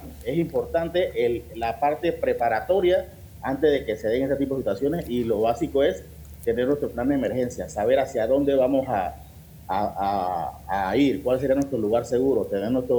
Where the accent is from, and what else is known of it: Panama